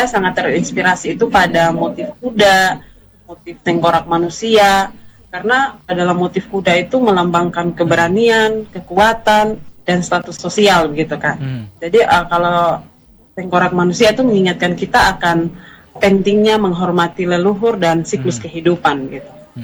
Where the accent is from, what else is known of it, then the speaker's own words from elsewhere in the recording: Sumba, East Nusa Tenggara, Indonesia; Walaupun saya sebagai orang Sumba